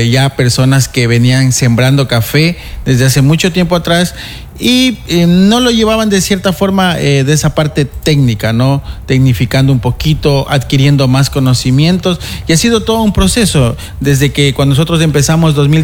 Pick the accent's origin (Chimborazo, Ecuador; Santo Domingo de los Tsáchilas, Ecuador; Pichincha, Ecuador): Santo Domingo de los Tsáchilas, Ecuador; Y nosotros, pues, Santo Domingo se hizo muy cafetero. Recuerdo yo desde muy pequeñito, la zona del Indio Colorado, era mucho el tema del café, se vendía mucho, se expendía bastante.